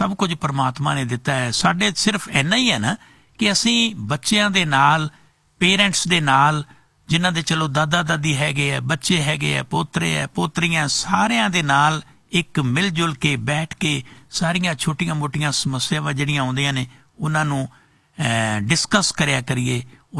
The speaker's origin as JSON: {"language": "Punjabi", "town": "Hathar", "region": "Punjab", "country": "India", "tie": "born or raised there"}